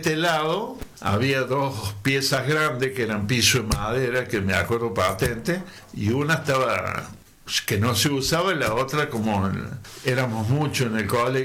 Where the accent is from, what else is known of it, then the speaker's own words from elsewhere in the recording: Alpa Corral, Córdoba, Argentina; me crié acá con los viejos y de chico empecé de 4 o 5 años a ayudarle a los viejos